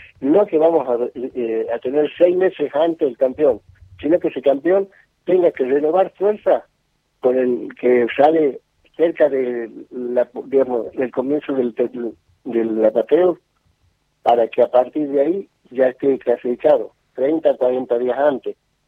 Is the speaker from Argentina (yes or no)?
yes; General Güemes, Salta, Argentina; yo como soy de Güemes